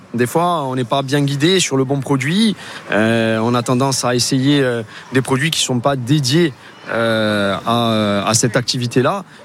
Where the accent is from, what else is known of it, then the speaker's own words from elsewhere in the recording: Poggiolo, Corsica, France; Je suis de Poggiolo, c'est un village, un petit village qui est à côté de Guagno et de Sauce.